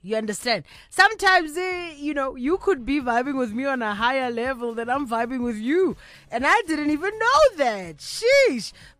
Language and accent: English; South Africa; even we as the South African market were like, hey, man, what's this new genre?